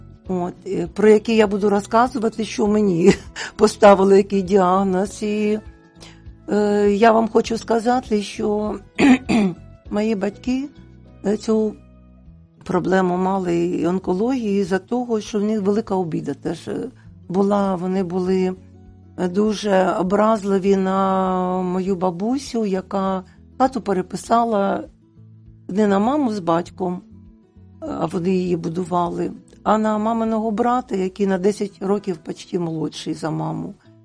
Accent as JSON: {"language": "Ukrainian", "town": "Torez", "region": "Donetsk Oblast", "country": "Ukraine", "tie": "born or raised there", "said": "Я народилася у місті Торезі. Сьогодні він стару свою назву має у нас на Україні, Чистяково."}